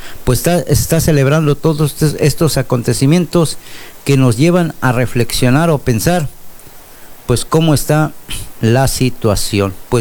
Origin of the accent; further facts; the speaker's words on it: Mexico; ¿realmente somos mexicanos un día o somos mexicanos todos los días?